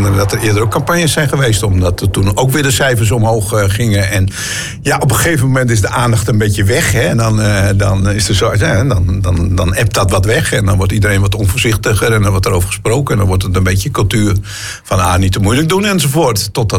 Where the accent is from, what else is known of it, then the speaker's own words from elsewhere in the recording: Groningen, Netherlands; Ik ben een geaarde Groninger, zeg ik eerlijk.